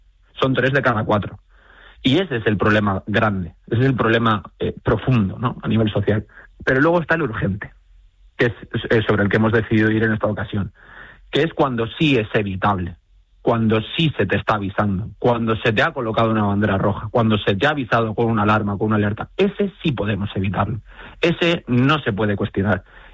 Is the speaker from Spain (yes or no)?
yes; Canary Islands, Spain; Siendo canario, de hecho, debería estar dentro de los mandamientos, ¿no?